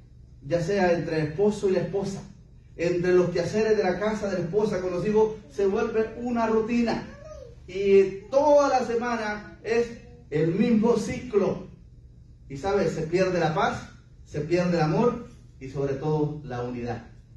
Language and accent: Spanish; El Salvador; moved away as an adult; now in United States; Estela, cuando yo me vine de El Salvador, quedó embarazada de nuestro hijo Anton, que está en El Salvador.